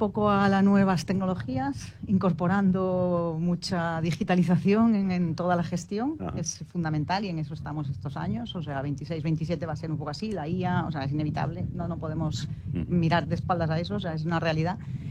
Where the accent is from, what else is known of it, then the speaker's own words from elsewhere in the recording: Galicia, Spain; Bueno, yo soy gallega, entonces he incorporado cosas gallegas aquí.